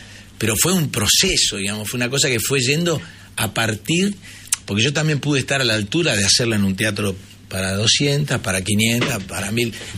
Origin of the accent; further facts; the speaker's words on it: Paraná, Entre Ríos, Argentina; born there; Yo nací en Paraná, en Entre Ríos, en el barrio La Alcantarilla.